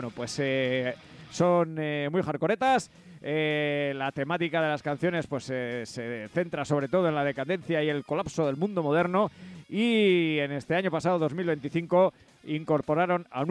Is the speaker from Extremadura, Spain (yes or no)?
no; Lerín, Navarre, Spain; Sigues conmigo … soy, si soy de Lerín